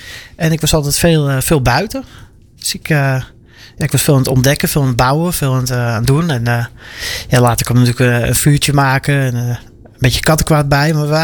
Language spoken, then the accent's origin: Dutch; Aalsmeer, North Holland, Netherlands; also born or lived in Amstelveen; echt de basisschool allemaal gehad. De middelbare school dan niet. Want ja, er was toen weinig in Aalsmeer. Daarvoor moest je ook weer naar Amstelveen.